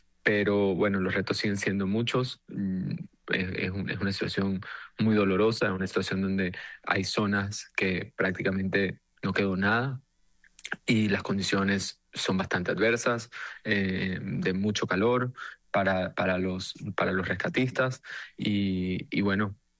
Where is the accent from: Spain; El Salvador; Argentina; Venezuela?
Venezuela; Yo te puedo decir como un venezolano